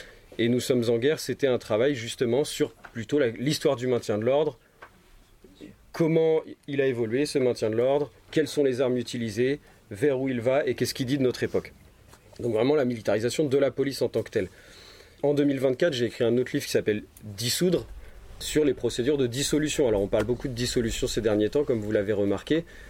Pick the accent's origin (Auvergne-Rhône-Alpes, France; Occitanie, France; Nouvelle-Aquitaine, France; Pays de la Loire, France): Pays de la Loire, France; Nantes; Parce que je suis nantais.